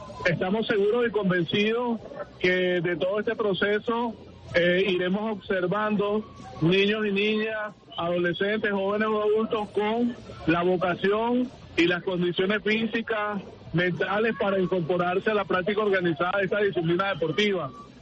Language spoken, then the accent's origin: Spanish; Venezuela; de lo que somos capaces de hacer como venezolanos y venezolanas